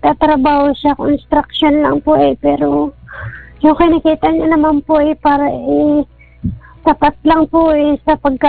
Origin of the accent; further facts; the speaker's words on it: Pilar, Central Luzon, Philippines; Taga Pilar, Bataan po.